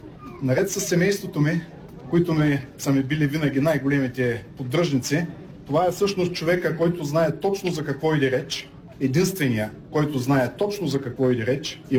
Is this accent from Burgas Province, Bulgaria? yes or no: no; Razgrad, Razgrad Province, Bulgaria; also born or lived in Russia; now in Varna, Bulgaria; Да, аз съм българен, хора. Нали? Роден съм в Разград, защото в Кубрате нямало родилно отделение 67-та година. След това съм живял в Русия до 86-та.